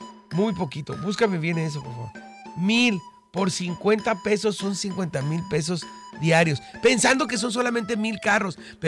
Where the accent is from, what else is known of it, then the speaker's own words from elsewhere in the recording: Baja California, Mexico; los cientos de bajacalifornianos, si no es que miles, que lo son, sí, que cruzamos diario y que pagamos